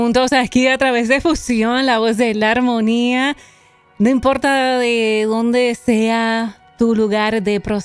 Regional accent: Puerto Rico; now in United States; Yo personalmente soy de Puerto Rico y amo a mi isla, aunque pues llevo muchos años acá en los Estados Unidos.

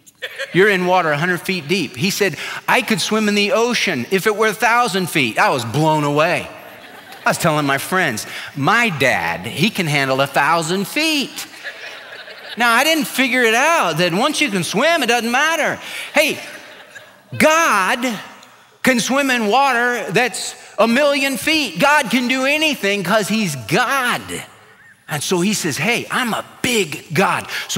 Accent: California, United States; born or raised there

